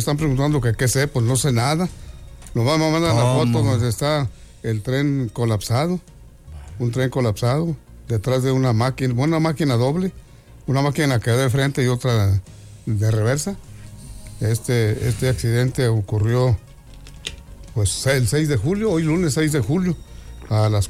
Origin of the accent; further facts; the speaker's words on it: Mexico; No es que deje de ser mexicano por no creer en la selección.